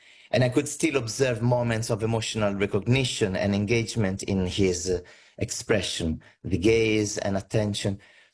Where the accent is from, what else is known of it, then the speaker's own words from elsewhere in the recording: Rome, Lazio, Italy; English is a second language; For me, I grew up in Rome, but I have Calabrian origins.